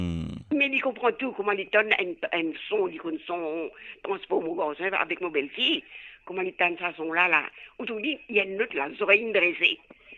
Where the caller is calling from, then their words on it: Canada; je suis au Canada.